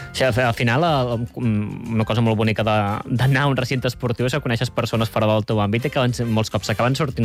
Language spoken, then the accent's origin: Catalan; Sabadell, Catalonia, Spain; que sempre penso jo com a sabadellenc